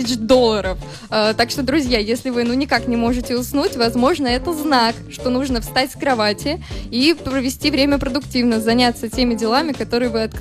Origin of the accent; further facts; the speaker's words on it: Saint Petersburg, Russia; now in Anadyr, Russia; Вот я, как жительница из Петербурга, весьма сильно ощущаю на себе белые ночи в Анадыре.